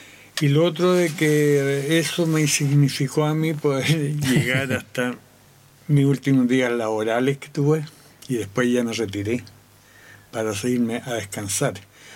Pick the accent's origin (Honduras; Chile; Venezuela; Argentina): Chile; Talca, Maule; moved away as an adult; now in Panimávida, Chile; yo soy de acá, de la misma región del Maule, estoy muy cerca, yo soy de Talca, de la capital de la región, pero realmente estamos cerca